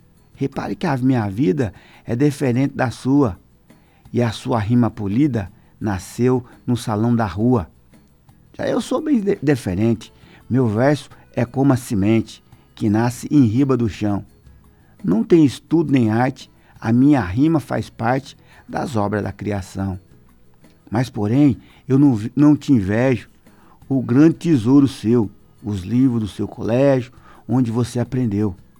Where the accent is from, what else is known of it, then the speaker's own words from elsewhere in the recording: Brazil; Graças a Deus eu sou brasileiro.